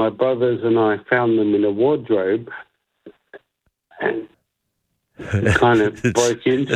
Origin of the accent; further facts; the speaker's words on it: Kambalda, Western Australia, Australia; I grew up in the Goldfields